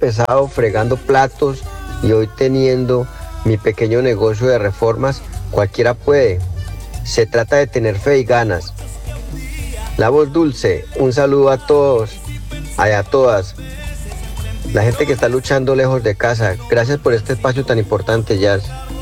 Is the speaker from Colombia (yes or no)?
yes; Colombia; Sin el olorcito a café de mi tierra. Hubo noches que lloré pensando en regresarme, pero un día trabajando en una obra me di cuenta de mi esfuerzo. Ya estaba pagando el estudio de mis hijos en Colombia.